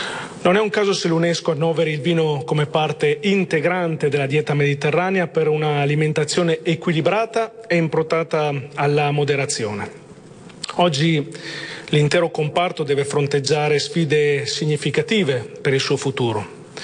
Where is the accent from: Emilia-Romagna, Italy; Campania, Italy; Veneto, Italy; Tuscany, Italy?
Veneto, Italy; Verona